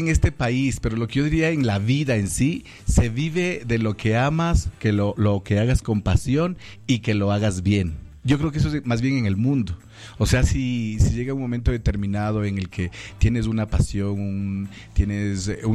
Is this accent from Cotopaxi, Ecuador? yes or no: no; Quito, Pichincha, Ecuador; Yo tenía 15 años, yo soy del sector de la Pío 12, atrás del Colegio Montúfar.